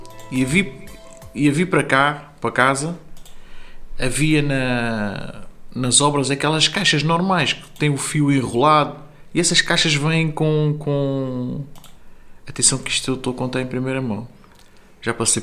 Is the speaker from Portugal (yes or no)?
yes; Portugal; born there; é um português, filho de pais cabo-verdianos, nasci no Porto Bandão, margem sul.